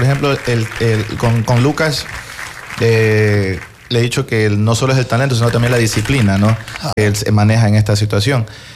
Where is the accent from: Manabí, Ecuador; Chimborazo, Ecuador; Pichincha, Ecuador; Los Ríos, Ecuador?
Los Ríos, Ecuador; Quevedo; Soy quevedeño, soy de Quevedo y soy de Quevedo.